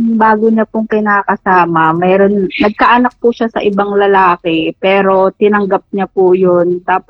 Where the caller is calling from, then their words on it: Central Luzon, Philippines; Tisay ng Pampanga.